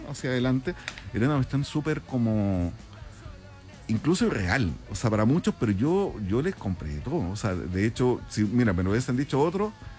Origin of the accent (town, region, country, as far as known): Chile